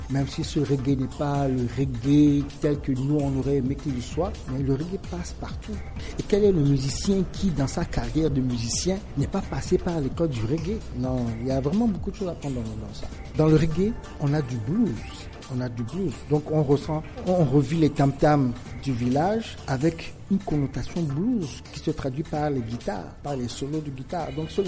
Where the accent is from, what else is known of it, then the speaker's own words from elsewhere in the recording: Togo; Tout d'abord, en tant que Togolais, en tant qu'Africain, dans le reggae, je retrouve une racine africaine indéniable.